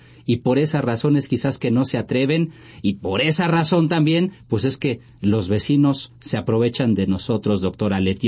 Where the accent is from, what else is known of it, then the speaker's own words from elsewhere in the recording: Mexico; nos falta mucha empatía como mexicanos